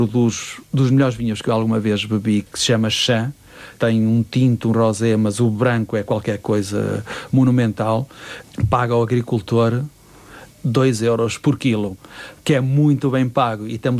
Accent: Norte, Portugal; eu sou duriense, não é? Sou transmontano duriense

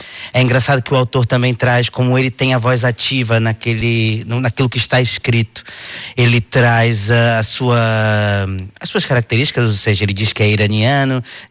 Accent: Salvador, Bahia, Brazil; now in Portugal; Eu sou de Salvador

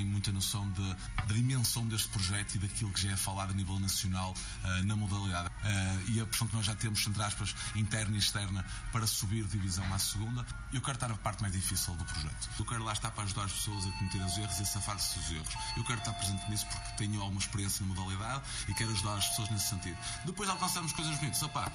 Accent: Paredes, Porto, Portugal; é o clube da minha terra. Eu sou um bocadinho bairrista, muito, aliás.

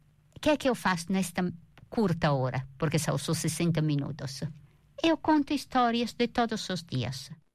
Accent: Italy; sou italiana, 100%.

